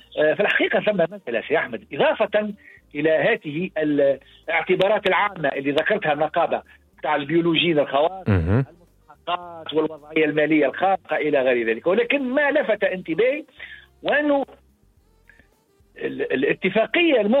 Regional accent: Tunisia; أنا كمواطن تونسي

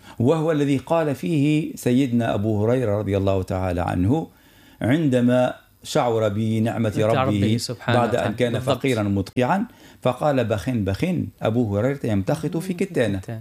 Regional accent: Tunisia; أنا تونسي

